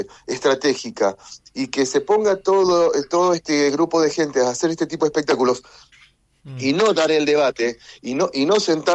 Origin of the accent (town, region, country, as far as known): Argentina